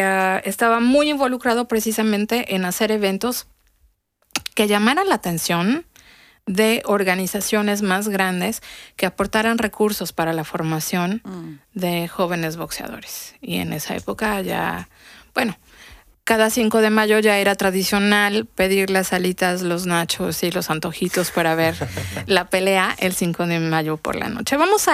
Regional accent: Xalapa, Veracruz, Mexico; mi ciudad natal, en Jalapa

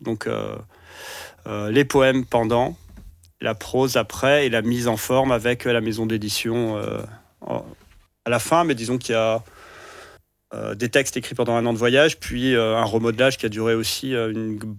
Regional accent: France; moved away as an adult; now in Belgium

